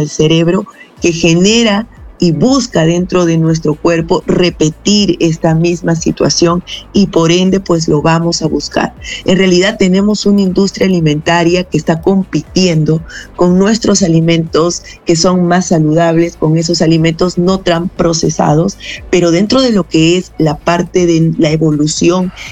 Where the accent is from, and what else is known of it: Peru